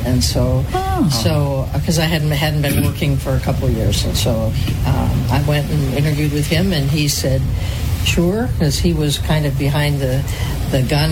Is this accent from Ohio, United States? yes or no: yes; Ohio, United States; Yeah, so I grew up in Ohio.